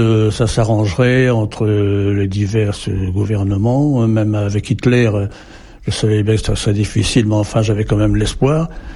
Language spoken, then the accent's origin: French; Berck, Hauts-de-France, France; moved away as an adult; also born or lived in Colombes, France; now in Saint-Martial-d'Albarède, France; je ne suis pas de la région, je ne suis pas de Dordogne. Toute ma jeunesse s'est passée dans le Pas-de-Calais, mais je suis venu en Dordogne en 1950, donc je suis un petit peu périgourdin maintenant, et je suis né le 2 février 1918, j'ai donc 91 ans